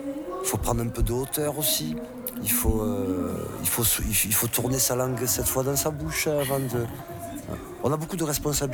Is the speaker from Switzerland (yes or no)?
no; Marseille, Provence-Alpes-Côte d'Azur, France; Je suis souvent fier d'être Marseillais